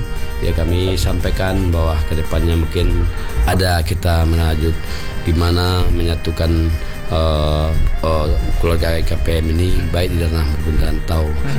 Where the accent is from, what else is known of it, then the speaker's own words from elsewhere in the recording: West Sumatra, Indonesia; itulah kita merajut sosial kita bersama kita keluarga sebagai orang Minang.